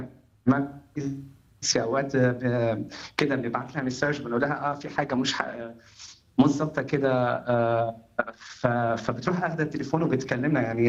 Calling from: France; نحن كابل عايشين بفرنسا زي اي كابل اوروبي،

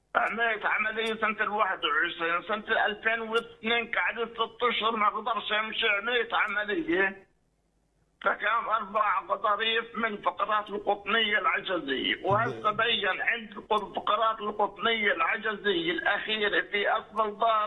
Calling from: Norway; انا ابن الرب من النرويج

